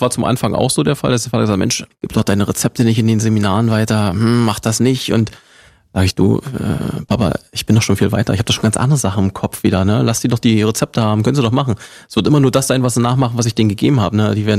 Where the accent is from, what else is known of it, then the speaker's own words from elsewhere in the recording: Germany; now in Luckau, Germany; so als Deutsche